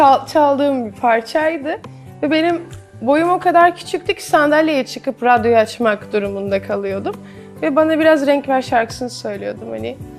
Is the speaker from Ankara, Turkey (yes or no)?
yes; Ankara, Turkey; Ben Ankaralıyım ve bu yani Türkiye topraklarında büyüdüğüm için de içimde her eskiden biraz mevcut.